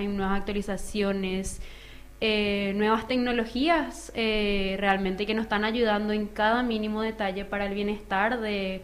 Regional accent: Encarnación, Itapúa, Paraguay; Sí, también. De Encarnación.

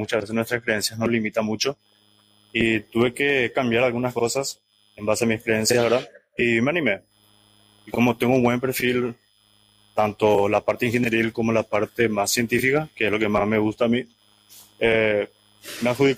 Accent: Paraguay; soy el único paraguayo que va a ir a esa universidad.

